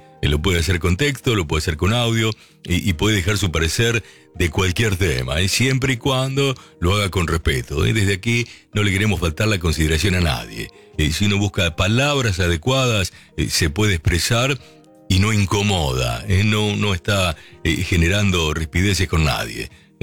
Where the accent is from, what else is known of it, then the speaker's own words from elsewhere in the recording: Lincoln, Buenos Aires Province, Argentina; born there; now in Buenos Aires, Argentina; el lugar de donde vengo, mi ciudad de Lincoln